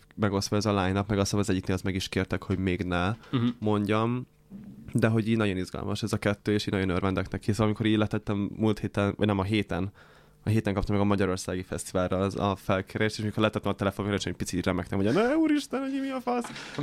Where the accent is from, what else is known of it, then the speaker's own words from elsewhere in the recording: Romania; now in Hungary; otthon Romániában